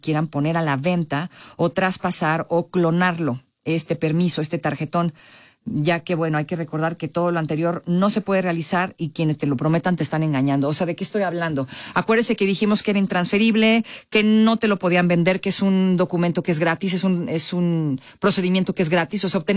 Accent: Mexico; así somos luego los mexicanos, ¿a poco no?

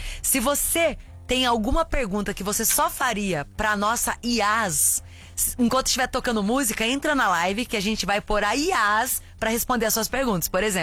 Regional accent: Minas Gerais, Brazil; Na minha terra, em Minas Gerais, tem lugares que falam carne de panela

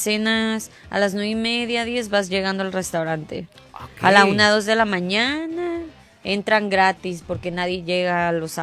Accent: Mexico; now in Spain

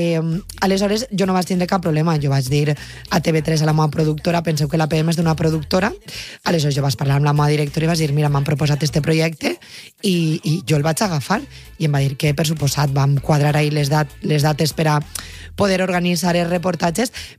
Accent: Valencian Community, Spain; jo que sóc valenciana parlant en valencià a Catalunya.

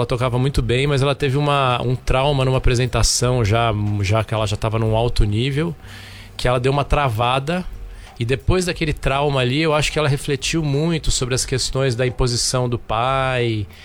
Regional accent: São Paulo, Brazil; now in Cunha, Brazil; Voltando à minha terra, porque eu tô morando há 6 anos em Cunha, então quando eu venho pra Sampa já é até um pouco nostálgico.

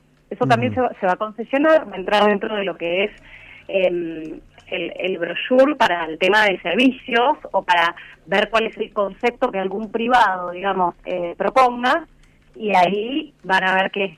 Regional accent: Mendoza, Argentina; siendo mendocinos y niños o adolescentes

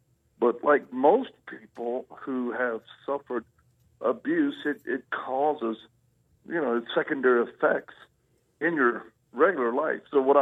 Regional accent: Louisiana, United States; born there; also born or lived in Mississippi / Texas; Well, I'm a Southern boy. I was born in Louisiana

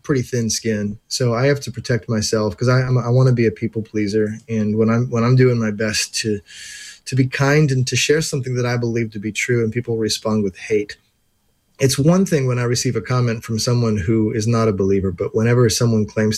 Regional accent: Pittsburgh, Pennsylvania, United States; moved away as an adult; I was a little chilly after 17 years in Pittsburgh.

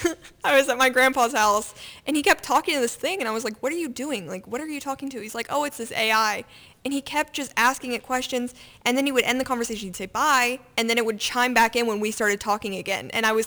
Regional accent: Illinois, United States; Illinois. Like, I am not Southern. You are just Northern.

